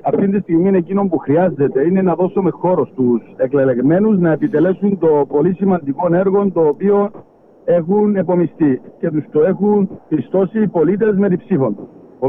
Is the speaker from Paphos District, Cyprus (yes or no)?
yes; Paphos District, Cyprus; την Πάφο μας